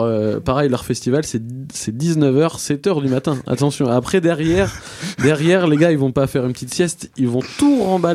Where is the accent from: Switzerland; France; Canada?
France; Briouze, Normandy; moi, moi-même, je viens de Briouze.